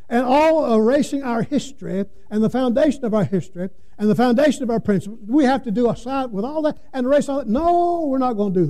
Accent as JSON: {"language": "English", "country": "United States", "said": "I'm American, but I'm a blood-bought, born-again believer in the Lord Jesus Christ."}